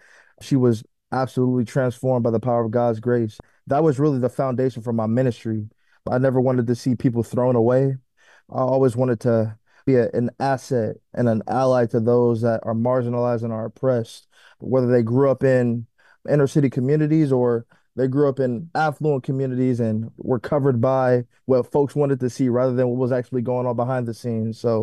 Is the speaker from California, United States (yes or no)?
yes; Los Angeles, California, United States; I'm from Los Angeles, California. Grew up in the inner city, foster care